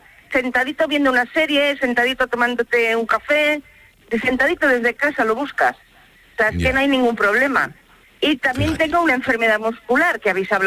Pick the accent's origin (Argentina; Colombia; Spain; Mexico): Spain; Torrent, Valencian Community; Yo vengo de Torrent, por ejemplo, que estoy a 25, 28 kilómetros.